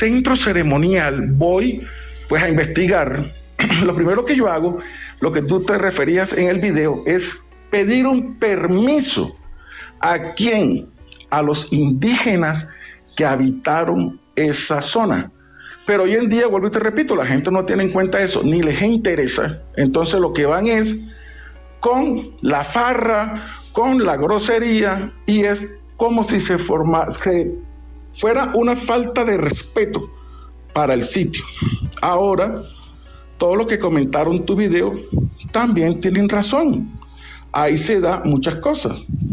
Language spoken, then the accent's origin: Spanish; Santa Marta, Magdalena, Colombia; a mi tierra, que es la ciudad de Santa Marta.